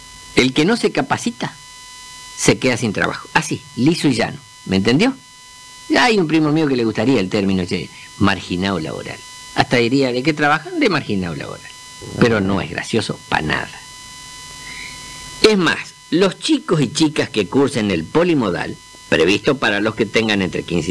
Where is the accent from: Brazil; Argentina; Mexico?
Argentina; a mí como argentino